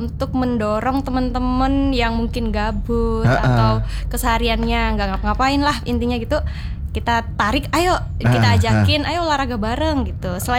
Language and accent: Indonesian; Sulawesi, Indonesia; moved away as an adult; now in Surabaya, Indonesia; saya dari Sulawesi.